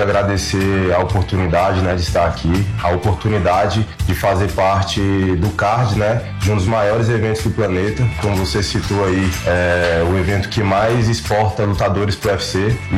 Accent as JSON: {"language": "Portuguese", "town": "Ceilândia", "region": "Federal District", "country": "Brazil", "tie": "born or raised there", "lives_now": "Taguatinga, Brazil", "said": "Na verdade, fui criado na Ceilândia, né? Atualmente resido em Taguatinga"}